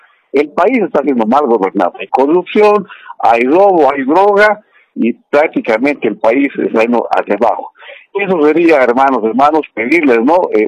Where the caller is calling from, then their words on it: Cochabamba, Bolivia; de acá de Cochabamba, Distrito 8.